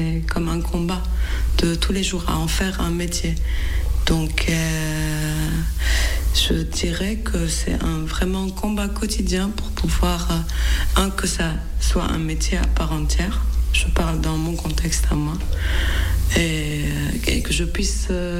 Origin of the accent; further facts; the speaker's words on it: Beirut, Beirut Governorate, Lebanon; also born or lived in Brussels; moi j'habite toujours à Beyrouth, et je suis née à Beyrouth